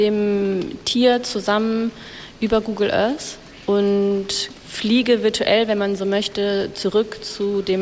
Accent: Portugal; now in Düsseldorf, Germany; in Portugal. Das Land, wo ich aufgewachsen bin

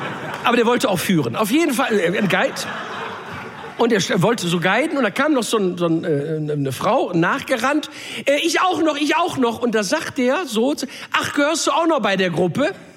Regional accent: Duisburg, North Rhine-Westphalia, Germany; ich komme aus Duisburg, das ist nicht schön, aber es ist Heimat, ich liebe das ja.

